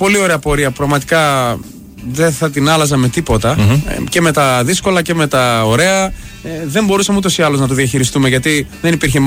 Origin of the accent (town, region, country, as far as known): Thessaloniki, Central Macedonia, Greece; born or raised there; also born or lived in Paris, France